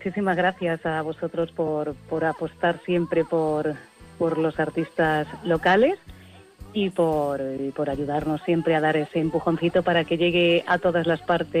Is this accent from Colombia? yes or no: no; Spain; porque Alcalá me tira mucho, pues soy alcalaína.